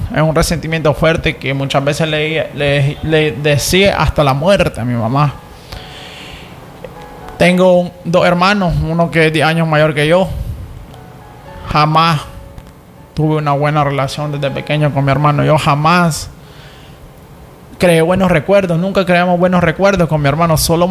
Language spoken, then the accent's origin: Spanish; Tipitapa, Managua, Nicaragua; yo vengo de Tipitapa